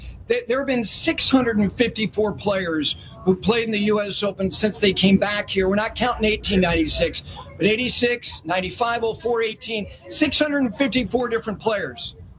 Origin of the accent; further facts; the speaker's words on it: New Jersey, United States; I was lucky enough, Nick, I grew up on the Jersey side of things.